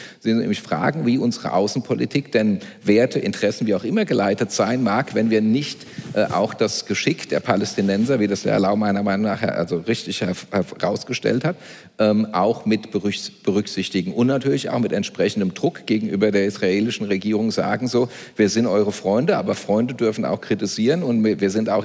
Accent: Germany; wer sind wir Deutschen

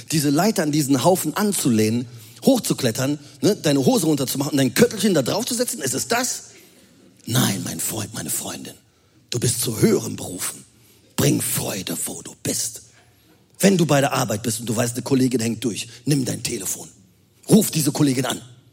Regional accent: Rhineland, Germany; Als Rheinländer.

